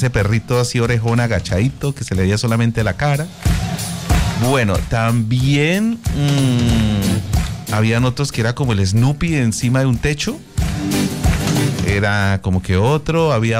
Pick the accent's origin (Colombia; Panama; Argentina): Colombia; Bucaramanga, Santander; now in Cúcuta, Colombia; Yo soy de Bucaramanga y mi adolescencia fue en los 90.